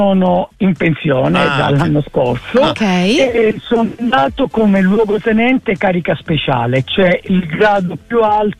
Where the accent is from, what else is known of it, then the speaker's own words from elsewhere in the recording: Reggio Calabria, Calabria, Italy; born there; moved away as an adult; also born or lived in Palermo; Io sono nato a Palermo, vissuto a Reggio Calabria